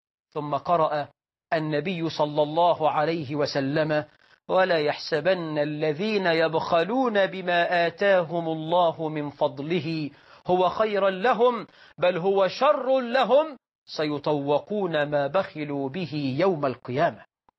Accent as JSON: {"language": "Arabic", "country": "Egypt"}